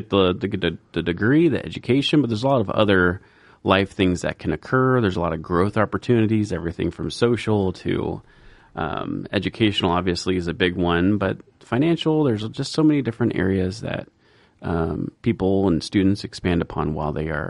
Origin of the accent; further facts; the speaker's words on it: Grandview, Washington, United States; also born or lived in Colorado / Florida; I'm originally from Grandview High School in Grandview. So I came, graduated high school, went and got a couple degrees in psychology and clinical mental health counseling, lived in a few different places, Colorado, Florida, and am back in Washington, close to family